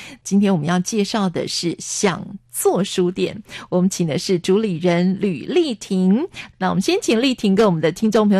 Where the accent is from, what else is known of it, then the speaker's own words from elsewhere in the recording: Taipei, Taiwan; 对于我们台北人来讲，因为对新竹不熟嘛，